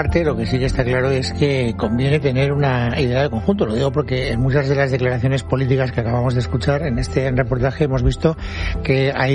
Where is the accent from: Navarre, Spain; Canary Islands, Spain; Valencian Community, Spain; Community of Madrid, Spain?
Valencian Community, Spain; Me duele porque yo soy de la Comunidad Valenciana, pero bueno, dado que hay.